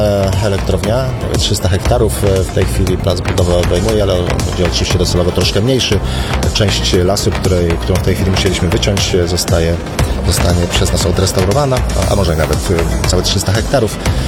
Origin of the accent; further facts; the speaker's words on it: Pomeranian Voivodeship, Poland; Przynajmniej z mojego punktu widzenia jestem tą Pomorzaninem. Nie urodziłem się w Gdańsku, ale jestem z Pomorza